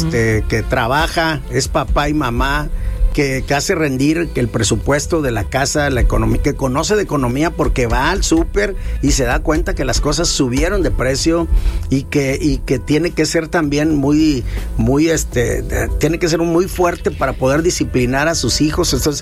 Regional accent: Tampico, Tamaulipas, Mexico; yo soy de Tampico

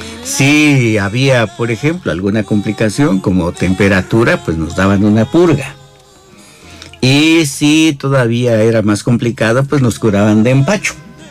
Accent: San Cristóbal de las Casas, Chiapas, Mexico; en aquellos lejanos años en los que crecimos en el San Cristóbal, que pues ya ha cambiado tanto en estos últimos años que estamos viviendo.

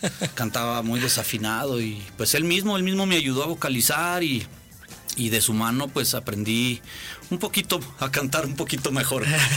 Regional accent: Aguascalientes, Mexico; yo soy nacido aquí en Aguascalientes, familia tradicional, de las de hace muchos años que llegaron de los Altos de Jalisco.

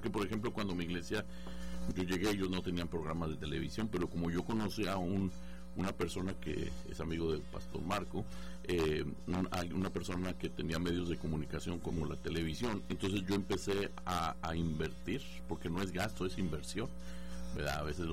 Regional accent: Guadalajara, Jalisco, Mexico; Pero sí, soy de Guadalajara.

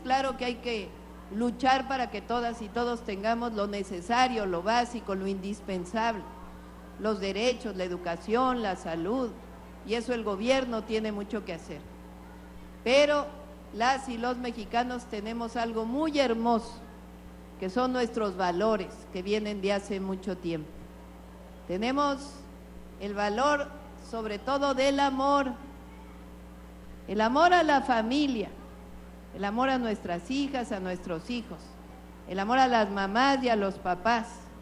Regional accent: Mexico; El amor a la patria, porque somos mexicanas y mexicanos, orgullosos de nuestra historia

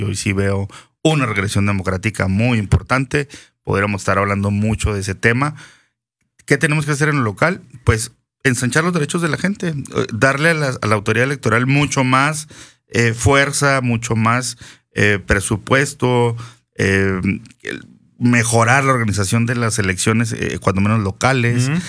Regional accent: Chihuahua, Mexico; nos concebimos los chihuahuenses

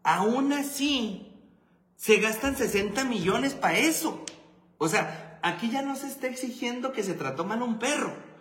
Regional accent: Chihuahua, Mexico; digo yo que soy del Infona Nacional

